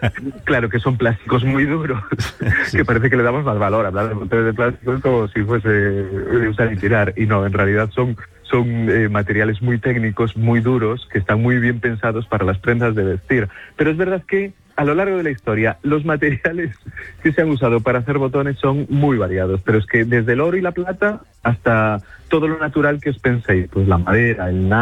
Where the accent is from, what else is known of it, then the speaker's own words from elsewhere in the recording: Galicia, Spain; Que bueno, yo como gallego tengo que indicar la ostra gallega como calidad